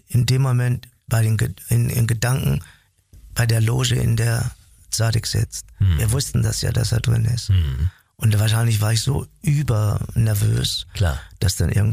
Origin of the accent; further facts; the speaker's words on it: North Rhine-Westphalia, Germany; born there; also born or lived in Bielefeld; Nein, ich bin ja nur im Krankenhaus geboren, aber darum steht da Bielefeld.